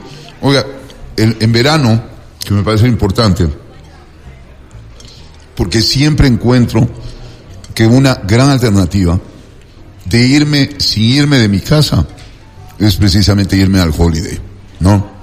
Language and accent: Spanish; Ecuador; el servicio que refleja la calidad humana de todos nosotros los ecuatorianos y de hermanos como tú, colombianos, que hacen de esta su propia casa.